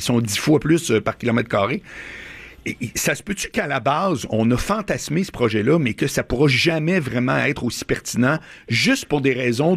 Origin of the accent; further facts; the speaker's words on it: Quebec City, Quebec, Canada; moved away as an adult; now in Montreal, Canada; moi, je viens de Québec, j'habite à Montréal, ça fait à peu près 25 ans